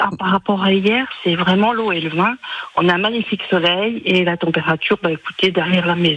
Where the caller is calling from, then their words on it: Chaumont, Grand Est, France; je suis à Chaumont, dans mon canapé.